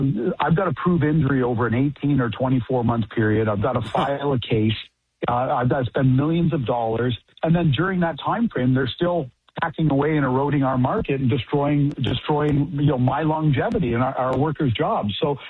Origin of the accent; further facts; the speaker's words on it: Canada; For the record, Lars, I'm a Canadian. I still reside in Canada.